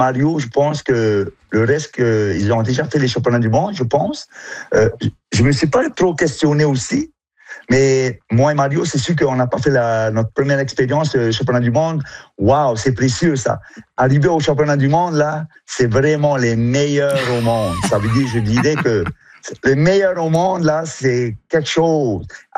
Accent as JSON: {"language": "French", "country": "French Polynesia", "said": "Ben, chez nous, en Polynésie, c'était une pirogue de p"}